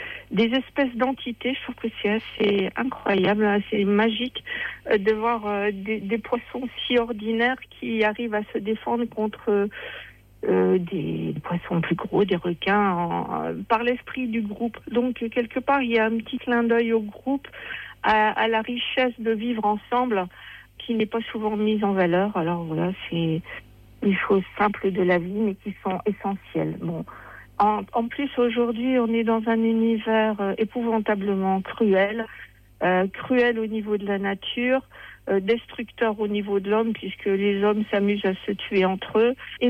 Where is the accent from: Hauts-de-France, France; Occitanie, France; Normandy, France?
Hauts-de-France, France; Seclin; born there; Je suis une vraie nordiste, née dans le nord, à Soclin, près de Lille, et très fière d'être nordiste.